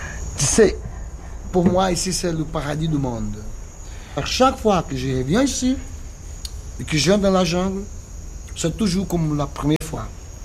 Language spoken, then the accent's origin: French; Coari, Amazonas, Brazil; Moi, je viens de Kouari. C'est un petit village, à peu près 500 km d'ici, dans la jungle.